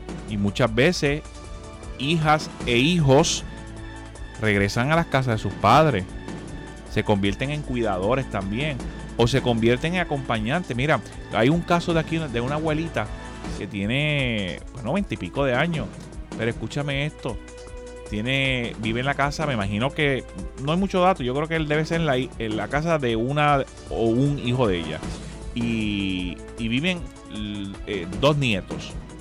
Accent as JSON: {"language": "Spanish", "town": "Quebradillas", "country": "Puerto Rico", "tie": "born or raised there", "said": "Yo me acuerdo de mi pueblo de Quebradillas, me acuerdo de los barrios."}